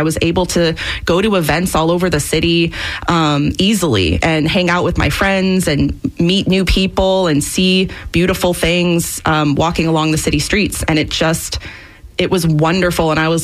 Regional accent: St. Petersburg, Florida, United States; also born or lived in Portland, Oregon; I'm from St. Pete, actually, on the other side of the bridge. I was born and raised in a very suburban environment.

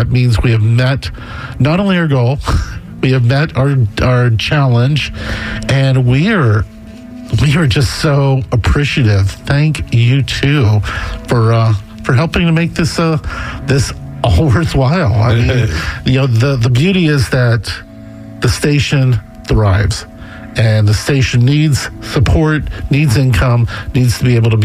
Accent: St. Petersburg, Florida, United States; I grew up here in St. Petersburg and in the Tampa Bay area.

